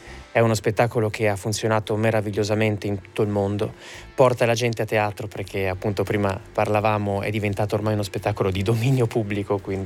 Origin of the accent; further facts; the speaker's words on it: Parma, Emilia-Romagna, Italy; vengo da Parma